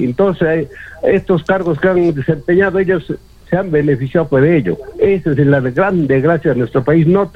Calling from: Arequipa, Peru; No es porque, digamos, que soy arequipeño, no.

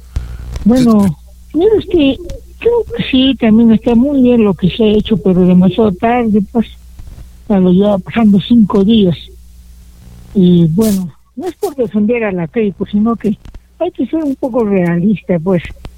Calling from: Peru; Así somos los peruanos.

